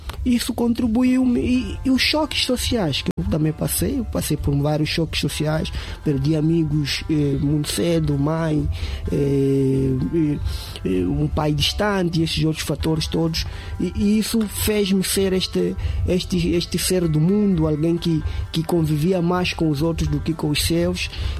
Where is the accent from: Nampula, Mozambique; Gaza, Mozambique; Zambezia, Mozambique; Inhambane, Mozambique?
Zambezia, Mozambique; Pebane; No distrito, lá em Pebane. E essas coisas todas contribuíram. Mas quando eu vou à cidade, saí de Pebana, naquele Mane, a realidade era outra.